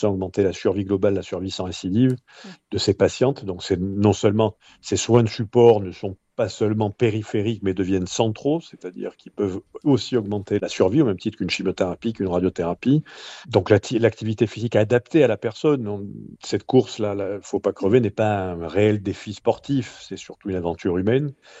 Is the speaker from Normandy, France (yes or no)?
no; Marseille, Provence-Alpes-Côte d'Azur, France; born or raised there; now in Perpignan, France